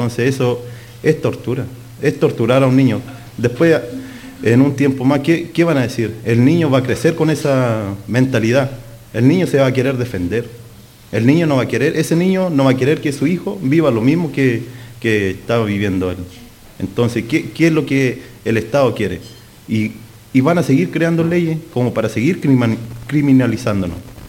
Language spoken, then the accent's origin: Spanish; Araucanía, Chile; yo vengo de Malleco